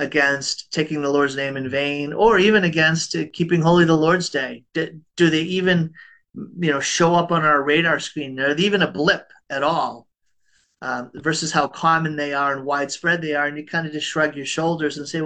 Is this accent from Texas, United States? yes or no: no; Boston, Massachusetts, United States; I grew up in Boston, and I think they're called, I don't know if you have this phrase out here, blue laws.